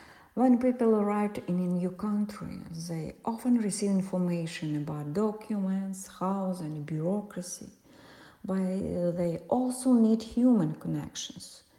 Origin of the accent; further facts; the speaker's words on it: Senegal; English is a second language; Coming from Senegal, I am familiar with high temperatures